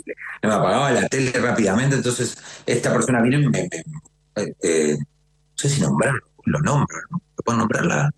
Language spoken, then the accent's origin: Spanish; Uruguay; moved away as an adult; now in Chile; yo estoy en Chile, soy uruguayo. Pero todo esto pasó en Uruguay, ¿no? Hoy vivo en Chile hace años